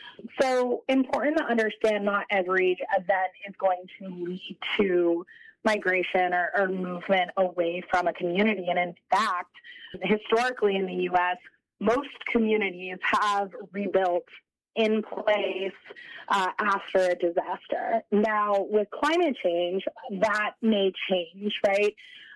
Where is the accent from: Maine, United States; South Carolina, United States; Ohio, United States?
Maine, United States; Yeah, so I grew up in Maine, very far removed from Katrina and the levee failure down in New Orleans.